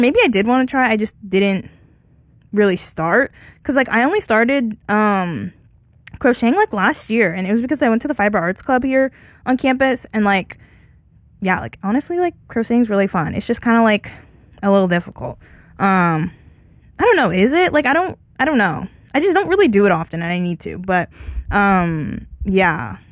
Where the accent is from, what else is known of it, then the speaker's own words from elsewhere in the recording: San Diego, California, United States; moved away; San Diego Petco Park in, you know, my hometown of it all.